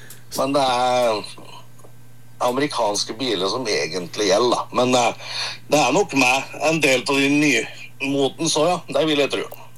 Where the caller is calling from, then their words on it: Brumunddal, Innlandet, Norway; Vi kommer jo fra Brumunddal, så vi kommer fra den kanten.